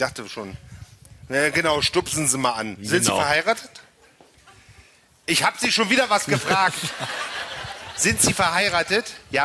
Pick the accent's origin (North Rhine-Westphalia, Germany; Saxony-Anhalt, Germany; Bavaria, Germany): Saxony-Anhalt, Germany; Magdeburg; Fallen mir als Magdeburger ein paar Brücken ein, ne?